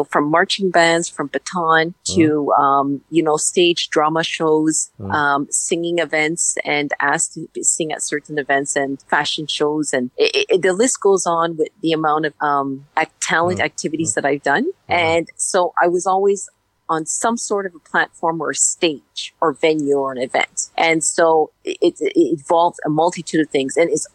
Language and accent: English; Toronto, Ontario, Canada; I was brought up in Toronto, and most of the childhood life was there, born and raised there. And in a musical family